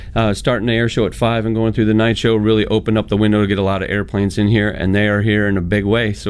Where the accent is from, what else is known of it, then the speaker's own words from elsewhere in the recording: Oshkosh, Wisconsin, United States; born there; obviously I was born in Oshkosh